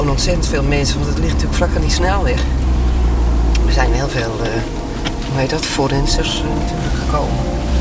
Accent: Netherlands; born there; Ik ben hier geboren in Getolven.

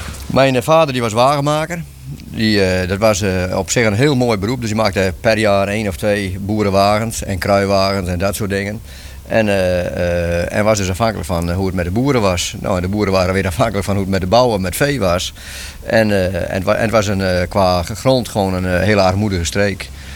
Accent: Lippenhuizen, Friesland, Netherlands; dat is de streek waar ik ben geboren. Lippenhuizen, zeg ze in het Fries, Lippenhuizen, ja. In fatsoenlijk Nederlands. Nou, daar ben ik geboren in 1943.

